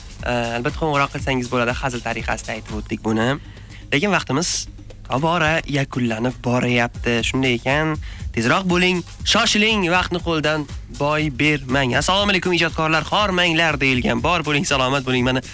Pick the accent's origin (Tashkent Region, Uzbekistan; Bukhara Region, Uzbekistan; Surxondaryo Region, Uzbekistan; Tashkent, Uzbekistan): Bukhara Region, Uzbekistan; Bukhara; Endi o'zim Buxorolikman. Buxoroga borsam muammo bo'lmaydi.